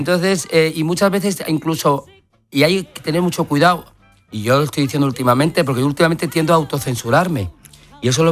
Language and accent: Spanish; Madrid, Community of Madrid, Spain; soy madrileño. Madrid no entiende de política, soy madrileño